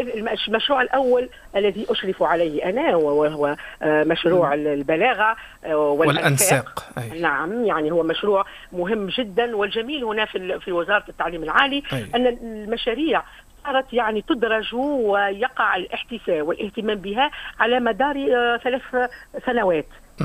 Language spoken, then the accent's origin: Arabic; Kelibia, Nabeul Governorate, Tunisia; born there; also born or lived in Menzel Temime; أنا بطبيعتي مسقط رأسي ولدت في مقليبيا، في مدينة قليبيا